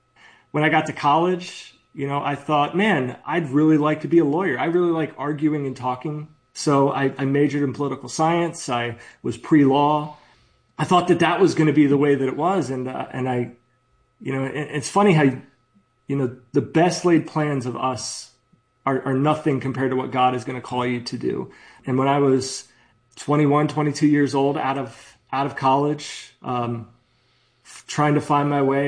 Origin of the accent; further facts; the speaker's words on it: Maryland, United States; now in California, United States; growing up in the Baltimore, Washington metropolitan area, that's, you know, it's very similar.